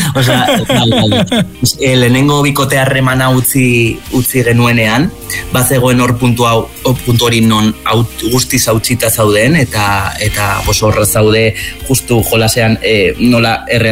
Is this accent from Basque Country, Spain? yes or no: no; Zubiri, Navarre, Spain; Bai, bueno, ni Zubirikoa naiz